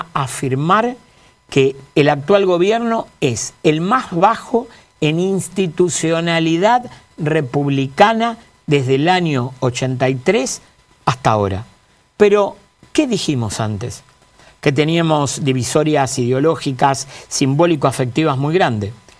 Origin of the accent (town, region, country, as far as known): Argentina